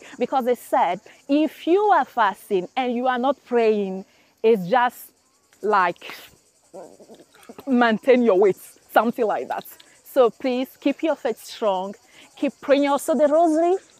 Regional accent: Togo; I'm from Togo. I'm here in Medjugorje to connect with my mother

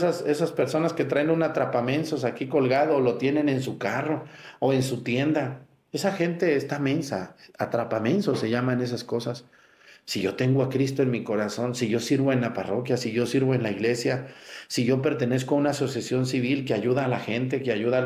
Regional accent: Jalisco, Mexico; now in Guerrero, Mexico; Yo soy de Jalisco, pero Dios me puso en Guerrero.

